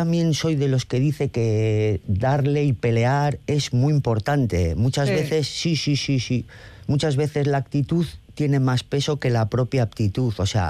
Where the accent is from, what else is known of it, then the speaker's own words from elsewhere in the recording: Ortuella, Basque Country, Spain; yo soy de Ortuella, que es un pueblo pues absolutamente obrero, fruto de la inmigración.